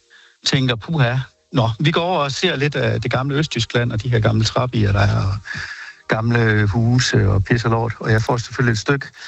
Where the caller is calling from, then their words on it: Aarhus, Central Denmark Region, Denmark; Vi er fra Aarhus.